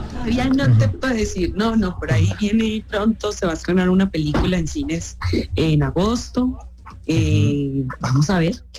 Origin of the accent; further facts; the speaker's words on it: Caribbean Region, Colombia; accent: costeño; Si me toca el viernes y sábado, soy costeña. Lunes, martes, o sea, el resto de los días hablo sí. Ya más neutro. Pero ahorita o sea que... se me está saliendo porque estás hablando de Barranquilla